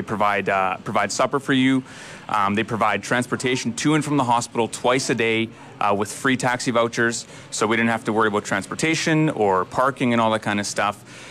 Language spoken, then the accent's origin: English; Blumenort, Manitoba, Canada; we're local. We're from Bloemenort here.